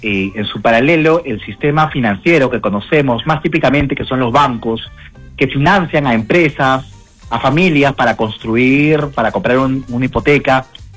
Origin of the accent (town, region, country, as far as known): Peru